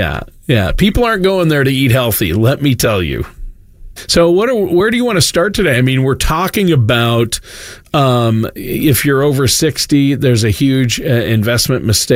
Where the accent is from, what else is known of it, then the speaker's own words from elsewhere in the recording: Minnesota, United States; another Minnesota fact about how my home state is now home to the world's largest, at least the U.S.'s largest state fair, the Minnesota State Fair.